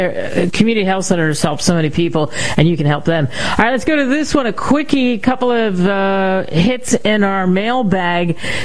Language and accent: English; Salt Lake City, Utah, United States; Because I grew up here in Salt Lake City, but I just have always been a Lakers fan.